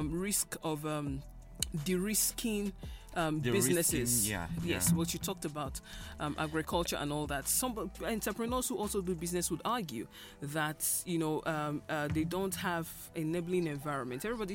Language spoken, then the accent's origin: English; Enugu State, Nigeria; I'm also from Enugu State. I'm a youth.